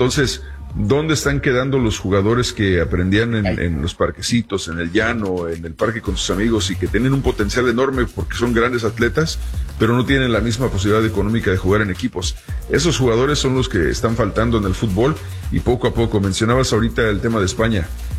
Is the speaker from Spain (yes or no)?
no; Mexico; iba a jugar a la calle todos los días en el parque con mis amigos, era ir a jugar fútbol, así como los que crecimos en México lo hacíamos